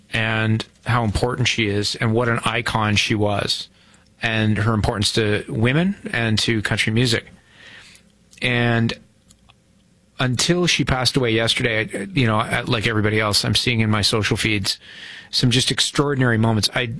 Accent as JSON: {"language": "English", "town": "Toronto", "region": "Ontario", "country": "Canada", "tie": "born or raised there", "said": "who I might have listened to when I was growing up in Toronto on CFNY"}